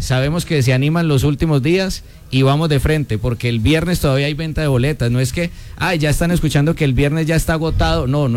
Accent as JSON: {"language": "Spanish", "town": "Pereira", "region": "Risaralda", "country": "Colombia", "moved": "yes", "said": "Feliz de estar acá acompañándolos en mi tierra, Pereira."}